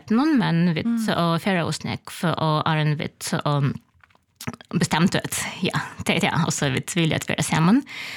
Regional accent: Kharkiv, Kharkiv Oblast, Ukraine; Swedish is a second language; moved away as an adult; now in Kyiv, Ukraine; Jag var född i Kharkiv, det är österpast av Ukraina. Jag var uppvuxen här, fick min utbyggning här. Och så 17 år till jag var 25 år flyttade till Kiev och bor här i 20 år.

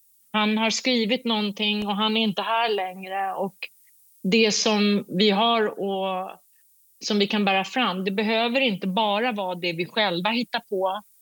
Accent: Sweden; han är från Kanada och jag är från Sverige

